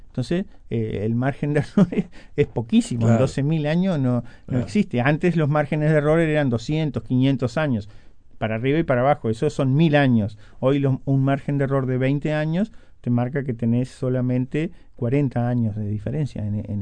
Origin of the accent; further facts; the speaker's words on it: Rivera, Uruguay; yo estudiaba escribanía, sos de Rivera, vine a estudiar escribanía